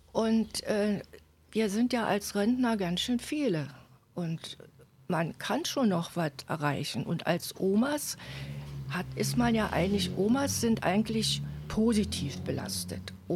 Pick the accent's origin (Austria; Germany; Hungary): Germany; Berlin; now in Greifswald, Germany; Ursprünglich bin ich Berliner, wie man vielleicht noch hört.